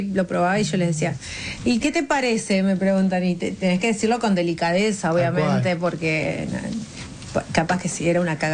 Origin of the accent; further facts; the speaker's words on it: Buenos Aires, Argentina; born there; mis papás son de Jujuy, yo nací en Buenos Aires